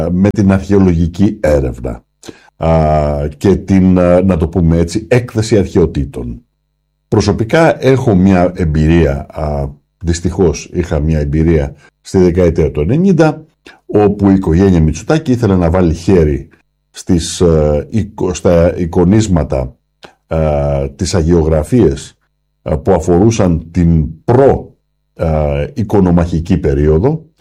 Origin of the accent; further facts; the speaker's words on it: Greece; είμαστε Έλληνες